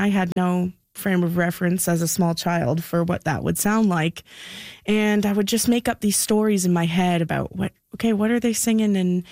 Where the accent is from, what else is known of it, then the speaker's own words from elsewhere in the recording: South River, Ontario, Canada; I grew up in a little cabin. We are from South River, but we're about 45 minutes outside of the town in an unorganized township called Lount.